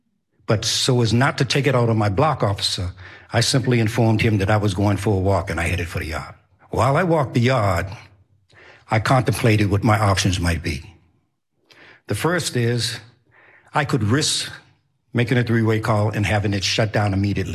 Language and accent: English; Boston, Massachusetts, United States; I'm 71 years old, born and raised in Boston, one of 10 children.